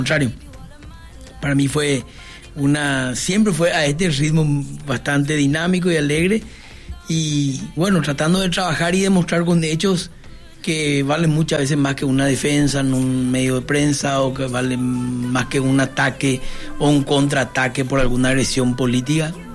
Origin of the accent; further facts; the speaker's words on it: Encarnación, Itapúa, Paraguay; yo nací en Encarnación, siempre digo eso, para mí es una virtud.